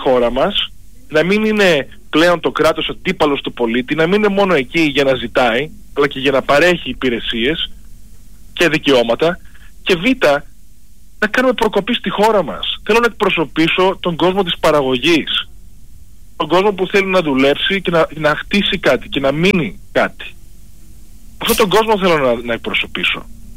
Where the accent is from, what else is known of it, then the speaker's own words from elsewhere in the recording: Greece; moved away; also born or lived in United States; Παραδέχομαι, όντως, 21 χρόνια ήμουν στην Αμερική. Αλλά, α, αγαπώ την πατρίδα μου